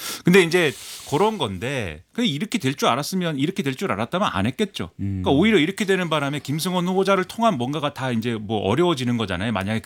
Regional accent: Suwon, Gyeonggi Province, South Korea; 제 수원 출신이니까

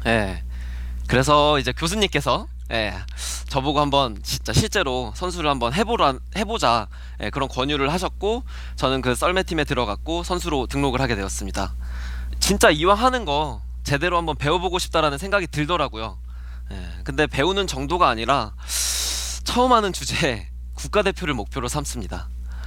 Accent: Gwangyang, South Jeolla, South Korea; 눈도 잘안 내리는 전라남도 광양이 제 고향이거든요.

